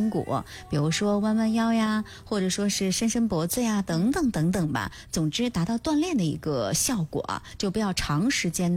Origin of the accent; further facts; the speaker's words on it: China; 我们中国人都是讲究的合家团圆